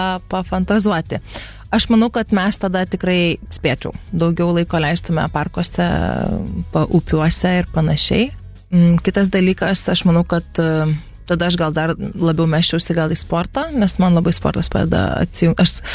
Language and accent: Lithuanian; Vilnius, Vilnius County, Lithuania; Aš esu Vilnietė, aš gyvenu centre, aš augus centre, mokyklą centre, jis galų galia į universitetą centriniuose rūmuose vaėjau, nes lietuvių filologijos bakalauro baigiau. Tai man tas, nu, žinai, senamiesčio gatvelis yra toks, nu, kasdienybė jau 42 metus.